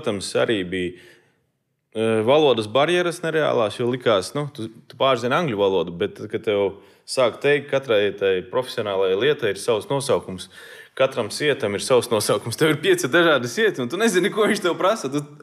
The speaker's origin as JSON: {"language": "Latvian", "town": "Malnava", "region": "Latgale", "country": "Latvia", "lives_now": "Riga, Latvia", "said": "Jā, es nāku no Latgales, no Malnavas. Mana mamma arī gatavo un uzņem viesus."}